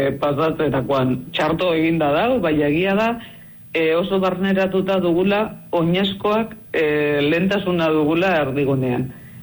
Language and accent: Basque; Amorebieta-Etxano, Basque Country, Spain